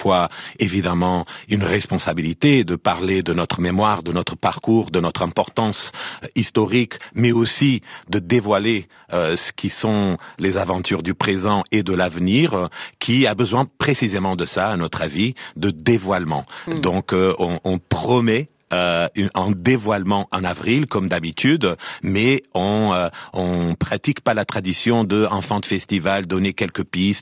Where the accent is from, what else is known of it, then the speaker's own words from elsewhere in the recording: Portugal; et je parle avec complètement à l'aise parce que je suis portugais